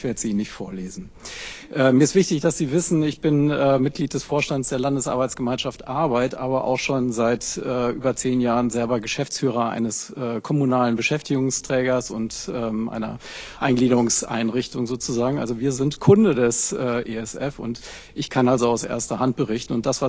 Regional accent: Flensburg, Schleswig-Holstein, Germany; Und da reden wir nicht, und gerade ich komme aus Flensburg, nicht von großen Unternehmen.

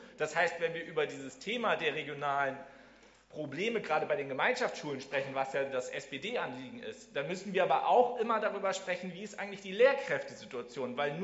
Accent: Schleswig-Holstein, Germany; Ich weiß jetzt aus dem Kopf, dass in Steinburg, wo ich herkomme, glaube ich, traditionell die Abiturquote immer also am schlechtesten ist.

